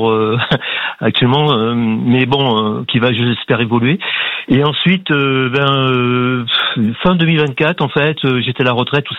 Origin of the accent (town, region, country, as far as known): Nouvelle-Aquitaine, France